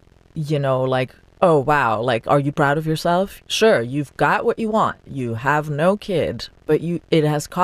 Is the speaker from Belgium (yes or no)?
yes; Belgium; English is a second language; moved away as an adult; now in United States; I'm from Belgium. I'd moved to the US for David, and I felt so untethered.